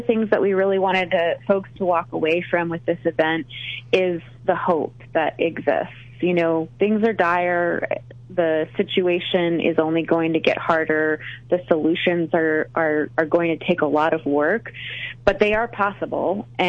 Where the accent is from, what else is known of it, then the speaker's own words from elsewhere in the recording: El Paso, Texas, United States; also born or lived in Southern New Mexico; You know, I am actually from the El Paso, Southern New Mexico area myself, and growing up in that region is what brought me to this work.